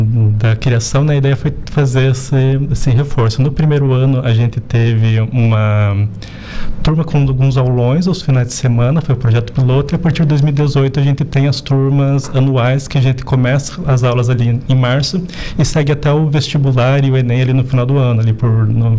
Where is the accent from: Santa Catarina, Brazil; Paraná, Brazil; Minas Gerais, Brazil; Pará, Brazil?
Santa Catarina, Brazil; Mafra; now in Araranguá, Brazil; eu sou de Mafra, Santa Catarina.